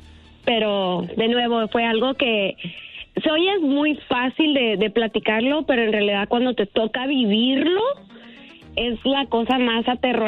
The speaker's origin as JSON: {"language": "Spanish", "country": "Mexico", "said": "Cuando éramos niños, nosotros, de nuevo, yo soy de México, nosotros en tiempo del Día de los Muertos íbamos con mis primos al panteón a dejar velas"}